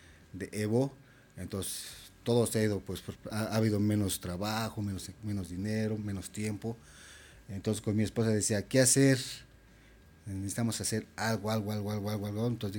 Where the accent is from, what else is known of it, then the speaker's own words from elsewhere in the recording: Puebla, Mexico; now in La Paz, Bolivia; como soy mexicano de la Sierra Norte en Puebla